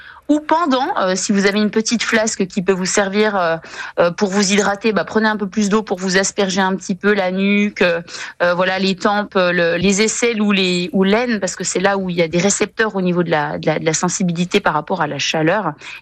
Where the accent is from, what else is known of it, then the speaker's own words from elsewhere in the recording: Bourgogne-Franche-Comté, France; j'aurais jamais cru en tant que jurassienne